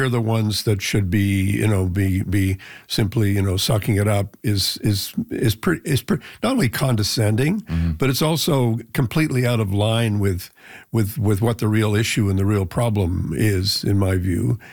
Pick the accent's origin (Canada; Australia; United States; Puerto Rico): Canada; There were ways in which as a Canadian diplomat, you could talk and say, well, who is actually able to get us, you know, a line of sight here that gets something going together?